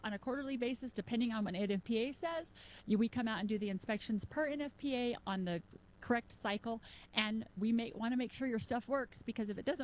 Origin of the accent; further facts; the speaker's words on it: Bloomfield, New Mexico, United States; also born or lived in Socorro, New Mexico; I am a New Mexico girl, Northwest New Mexico. I was born in Socorro. Technically, I grew up in Bloomfield my whole life. I've been in this area my entire 51 years.